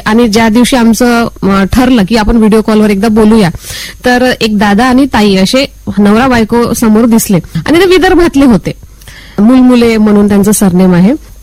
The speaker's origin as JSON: {"language": "Marathi", "area": "Wardha", "region": "Maharashtra", "country": "India", "tie": "born or raised there", "moved": "yes", "said": "मी पुलगाव, वर्धेनंतर जे पुलगाव आहे तिथे विटाळा म्हणून ते आमचं गाव आहे. सो माझं बालपण तिथे गेलं आणि 12वीपर्यंत तिथेच शिक्षण झालं. माझ्या घरी 2-3 एकर शेती आहे"}